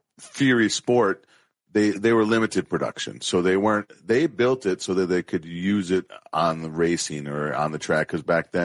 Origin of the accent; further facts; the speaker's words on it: Janesville, Wisconsin, United States; Well, I grew up in Janesville as a GM town, so I was already predisposed to only like General Motors.